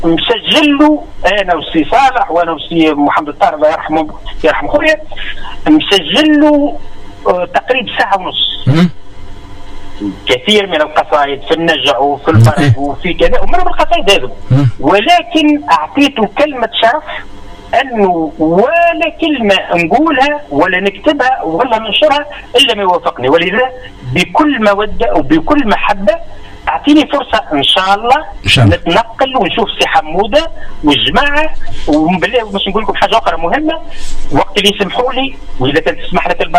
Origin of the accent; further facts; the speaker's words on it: Tunisia; احنا في تونس